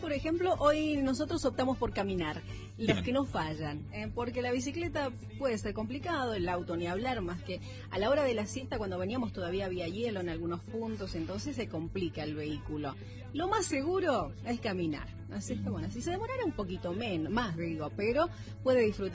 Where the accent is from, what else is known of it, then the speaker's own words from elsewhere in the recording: Malargüe, Mendoza, Argentina; born there; Nacimos en Malargüe, hay que tener.